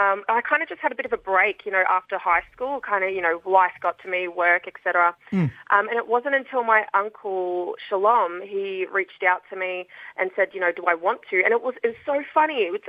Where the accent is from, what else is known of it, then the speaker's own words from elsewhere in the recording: New Zealand; moved away as an adult; now in Australia; My story started when I moved over to Australia from New Zealand back in 2000.